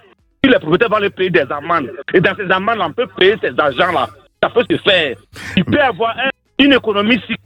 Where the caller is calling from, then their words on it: Abidjan, Côte d’Ivoire; Je suis à Abidjan.